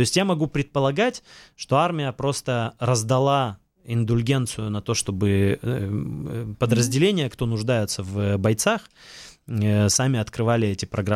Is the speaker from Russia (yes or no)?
yes; Siberia, Russia; now in Israel; Если я репатриируюсь в качестве русского парня, значит, родом из Сибири, это одна история.